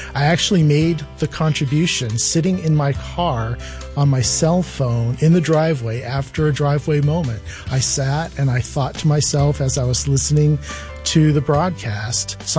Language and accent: English; New Hampshire, United States; now in Edmond, Oklahoma, United States; I'm from Edmond, Oklahoma. I'm originally from New Hampshire.